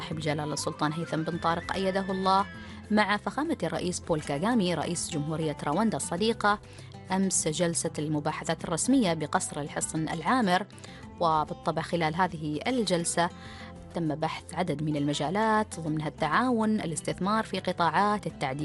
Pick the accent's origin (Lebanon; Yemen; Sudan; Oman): Oman; عندنا في سلطنة عمان